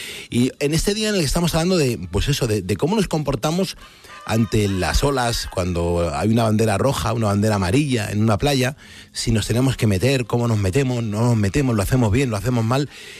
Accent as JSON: {"language": "Spanish", "town": "Cuenca", "region": "Castilla-La Mancha", "country": "Spain", "said": "Y soy de Cuenca."}